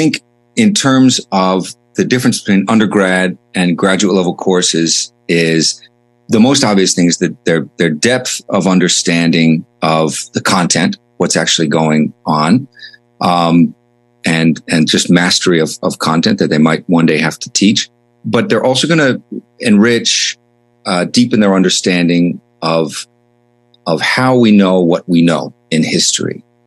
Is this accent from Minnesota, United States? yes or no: no; New York, United States; now in California, United States; Yeah, I'm from New York, from upstate New York, and I went to SUNY Albany as an undergrad, State University of New York at Albany.